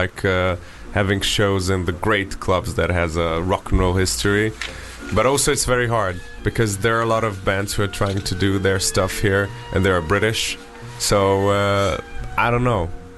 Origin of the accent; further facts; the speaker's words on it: Budapest, Hungary; I said on stage that we're from Budapest and this is our Budapest rock and roll show, which was like kind of the culture or the things roots that we came from